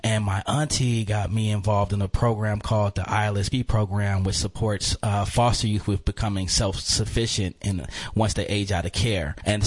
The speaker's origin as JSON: {"language": "English", "town": "Oakland", "region": "California", "country": "United States", "tie": "born or raised there", "also_born_or_lived": "Reno, Nevada", "said": "I am from Oakland, California. Grew up in West Oakland."}